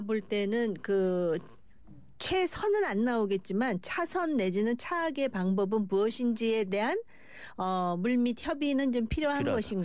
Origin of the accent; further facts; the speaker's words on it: South Korea; 저도 한국인인데